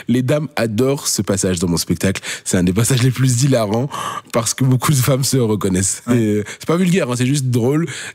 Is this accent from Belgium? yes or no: yes; Belgium; je rigole, hein, moi je suis belge.